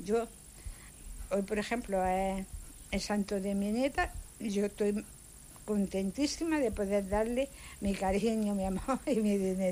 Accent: Linares, Andalusia, Spain; moved away as an adult; Luego cuando me vine aquí, ya hace 4 años, porque soy de Linares, de donde es … Andrés Segovia

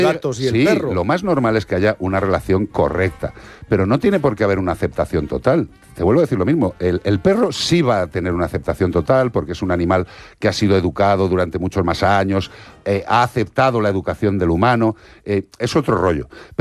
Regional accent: Madrid, Community of Madrid, Spain; born there; yo nací, ¿eh? Yo nací en Madrid.

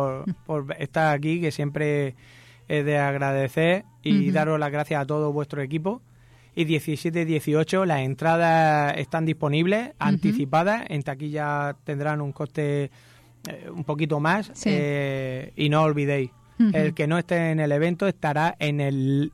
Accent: Molina de Segura, Region of Murcia, Spain; somos de Molina.

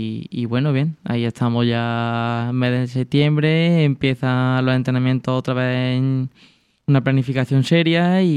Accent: Pozoblanco, Andalusia, Spain; Y al fin y al cabo es mi pueblo.

